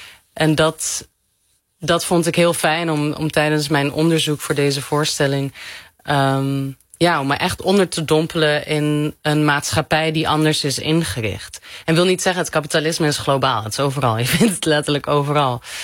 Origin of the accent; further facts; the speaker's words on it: Morocco; En ik kom uit Marokko en het is een islamitisch land, et cetera.